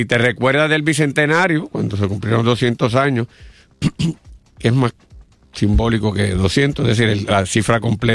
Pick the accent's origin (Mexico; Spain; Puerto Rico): Puerto Rico; Te fui por primera vez que salí de Puerto Rico, para que tú veas.